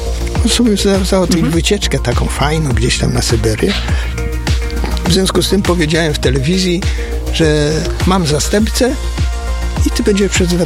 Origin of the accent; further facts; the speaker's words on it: Lubomierz, Lower Silesian Voivodeship, Poland; znanego w Lubomierzu liceum pedagogicznego, ponieważ ja stamtąd pochodzę